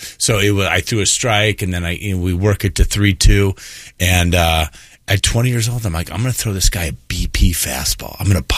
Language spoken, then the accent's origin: English; Oklahoma, United States; born there; So I was born in Oklahoma, actually, so because he was teaching, and he'd have to move up and all around.